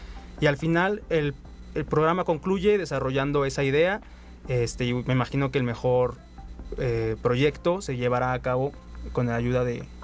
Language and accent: Spanish; Mexico; somos mexicanos.